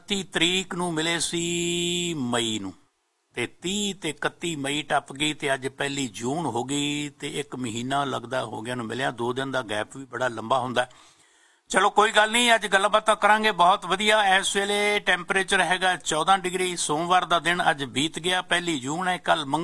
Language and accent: Punjabi; Punjab, India; moved away; ਕਿਉਂਕਿ ਅਸੀਂ ਪੰਜਾਬ ਤੋਂ ਆਏ ਹਾਂ ਅਤੇ 13,000-14,000 ਕਿਲੋਮੀਟਰ ਦੀ ਦੂਰੀ 'ਤੇ ਬੈਠੇ ਹਾਂ।